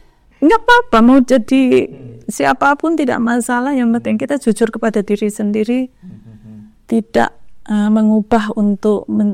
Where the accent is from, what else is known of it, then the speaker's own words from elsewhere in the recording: Java, Indonesia; born there; saya kan lahir bentuk ari-ari saya di Jawa.